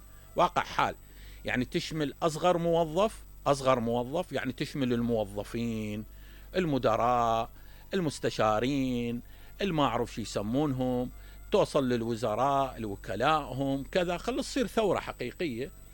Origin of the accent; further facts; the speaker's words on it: Iraq; احنا كعراقيين